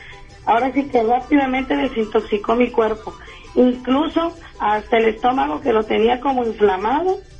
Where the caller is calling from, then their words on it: Garland, Texas, United States; De Garland